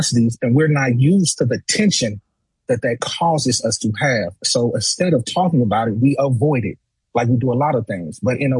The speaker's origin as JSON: {"language": "English", "region": "the South", "country": "United States", "said": "I'm an old Southerner, right?"}